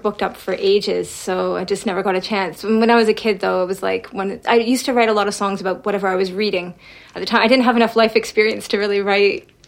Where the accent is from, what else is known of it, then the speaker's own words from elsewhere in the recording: Canada; now in Scotland, United Kingdom; I've been living in Scotland for about 14 years now, but I'm from Canada